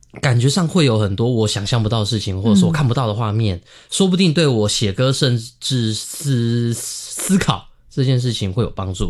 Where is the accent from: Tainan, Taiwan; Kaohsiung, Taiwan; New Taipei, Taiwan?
Kaohsiung, Taiwan; moved away; 我是高雄人嘛，那我每个月都会回高雄一趟。